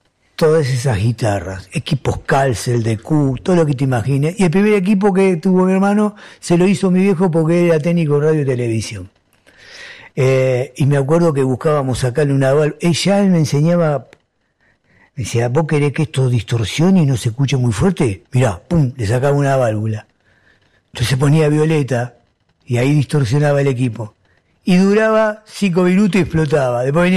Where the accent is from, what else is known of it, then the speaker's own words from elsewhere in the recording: Argentina; born there; De mi familia, que somos familia italiana. Yo soy nacido acá en Argentina, primera generación, nacido de los emigrantes, ¿no? Que llegaron. Tanto de parte de mis padres como de mi madre, imagínate que son napolitanos.